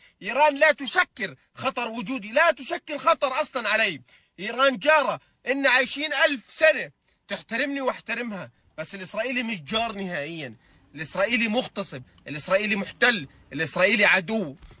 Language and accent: Arabic; Jordan; انا كاردني